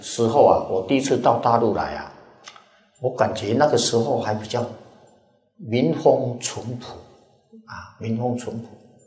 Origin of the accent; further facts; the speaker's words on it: Taiwan; 我们是台湾来的带些钱在这边蛮好用的